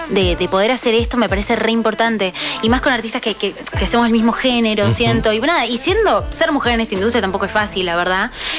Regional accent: Tucumán, Argentina; now in Buenos Aires, Argentina; yo que, imagínate, que vengo de Tucumán, que es muy chiquito, que hay mucha cultura, hay mucha arte.

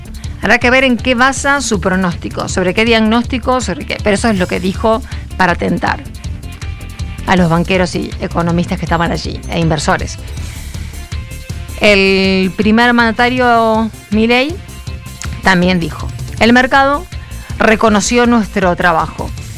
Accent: Argentina; nosotros como argentinos

